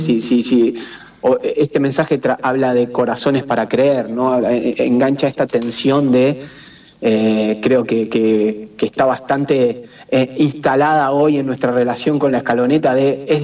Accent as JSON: {"language": "Spanish", "country": "Argentina", "said": "que nos demuestran como argentinos que cuando está difícil, somos argentinos, muchachos, vamos para adelante."}